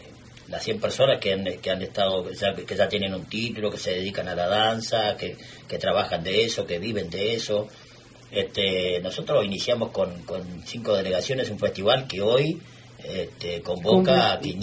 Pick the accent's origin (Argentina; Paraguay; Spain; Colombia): Argentina; Comodoro Rivadavia, Chubut; now in Santa Cruz, Argentina; yo vine de Comodoro hace 50, pero nos sentimos santacruceños por adopción